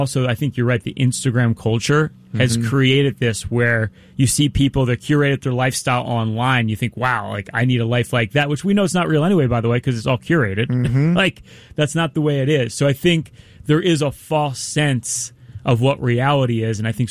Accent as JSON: {"language": "English", "town": "Philadelphia", "region": "Pennsylvania", "country": "United States", "said": "Because I'm from Philadelphia."}